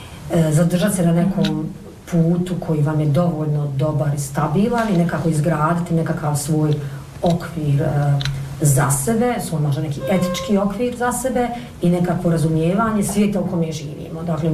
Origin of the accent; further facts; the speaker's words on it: Donji Vakuf, Federation of Bosnia and Herzegovina, Bosnia & Herzegovina; also born or lived in Jajce; Ja jesam iz Donjeg Vakufa, ali sam rođena u Jajcu, zato što mi u Donjem Vakufu nema ovo porodilište.